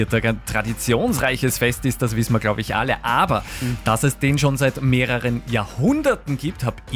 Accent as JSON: {"language": "German", "region": "Carinthia", "country": "Austria", "said": "Ich komme aus Kärnten"}